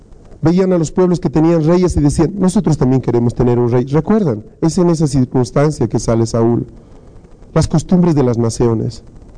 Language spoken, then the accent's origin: Spanish; Bolivia; Somos bolivianos.